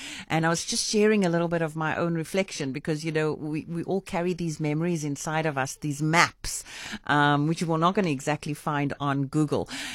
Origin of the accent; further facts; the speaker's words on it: Cape Town, Western Cape, South Africa; Earlier on, I was talking about growing up in Cape Town and how much we carry our own version of Cape Town inside of us.